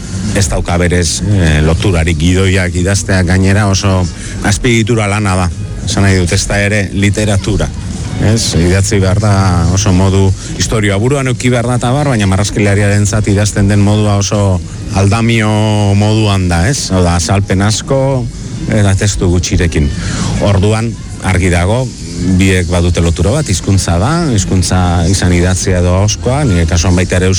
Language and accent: Basque; Durango, Basque Country, Spain; Durangarra naiz eta komikiko gidoilari bezala